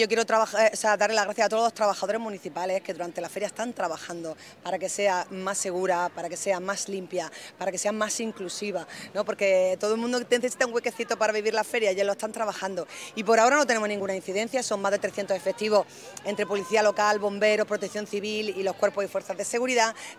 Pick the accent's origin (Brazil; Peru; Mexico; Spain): Spain; Almería, Andalusia; yo soy almeriense, claro, antes de alcaldesa